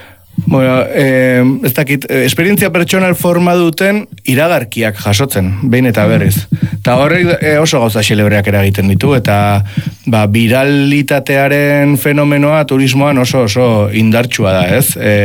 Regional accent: Southern Basque Country, Spain; hemen Ego Euskal Herriko biztanlei etzigun hainbeste eragin

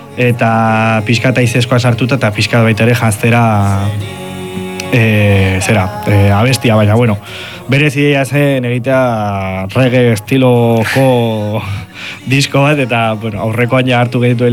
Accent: Pamplona, Navarre, Spain; Iruñan bizi izan naiz eta jaio egin naiz

